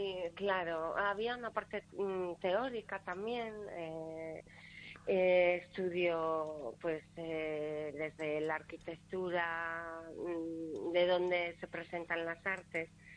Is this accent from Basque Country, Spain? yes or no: no; Valladolid, Castile and León, Spain; moved away as an adult; also born or lived in Madrid / London; soy de Valladolid. En Valladolid había una asociación de malabaristas y bueno, empecé por ahí, tendría 14, 15 años y luego ya fui a Madrid en el 99 a estudiar.